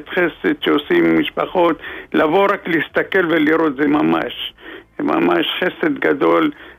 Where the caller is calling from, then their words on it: Jerusalem, Jerusalem District, Israel; אני מירושלים, מרמת שלמה.